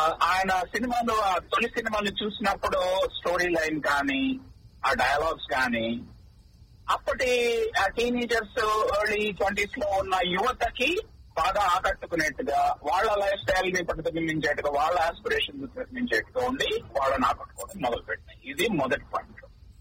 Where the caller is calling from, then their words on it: Detroit, Michigan, United States; Detroit నుంచి radio service శ్రోతలందరికీ నమస్కారం.